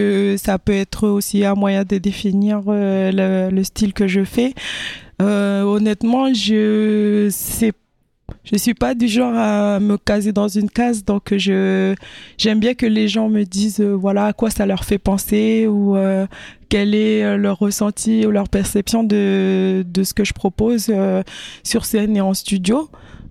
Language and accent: French; New Caledonia; now in Paris, France; donc, et je suis de Paris, originaire de Kanaki, Nouvelle-Calédonie, donc je me perçois plutôt comme une femme kanak et hexagonale française aussi